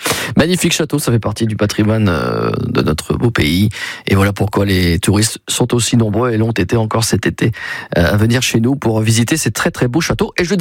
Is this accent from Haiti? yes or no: no; France